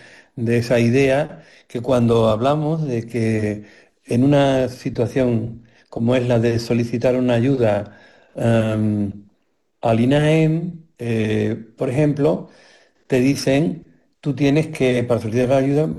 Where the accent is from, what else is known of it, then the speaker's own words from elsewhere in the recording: Murcia, Region of Murcia, Spain; yo soy de Murcia, yo tengo la comunidad mía, abarca 50 kilómetros en cualquier dirección, estoy fuera, ¿no?